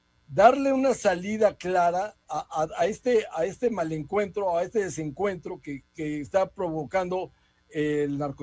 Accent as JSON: {"language": "Spanish", "country": "Mexico"}